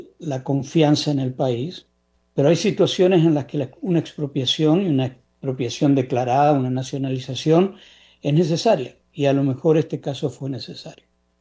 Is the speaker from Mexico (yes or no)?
no; Argentina; Ahora ya hablando como argentino